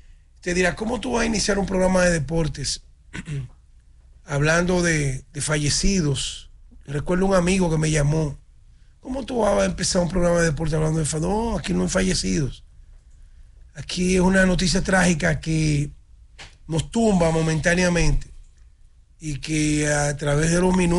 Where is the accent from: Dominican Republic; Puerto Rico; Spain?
Dominican Republic; nosotros como dominicanos